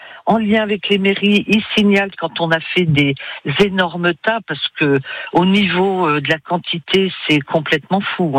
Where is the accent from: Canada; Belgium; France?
France; Nouvelle-Aquitaine; now in Angers, France; je suis d'Angers, originaire quand même des Deux-Sèvres.